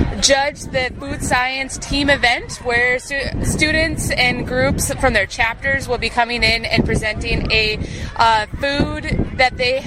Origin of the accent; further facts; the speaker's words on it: Colfax, North Dakota, United States; moved away; Yes, I grew up in Colfax, North Dakota. Richland 44 was my home chapter, and been there pretty much my whole life.